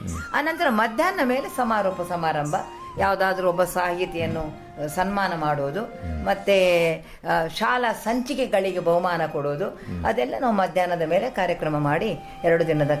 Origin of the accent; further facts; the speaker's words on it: Karnataka, India; ಆದ್ರೆ ನಮ್ಮ ಊರಲ್ಲಿ ಈ ಬೋಳೂರಲ್ಲಿ ಹುಡುಗಿಯರಿಗಾಗಿ ಯಕ್ಷಗಾನ ಕಲಿಸೋರು ಯಾರೂ ಇರ್ಲಿಲ್ಲ.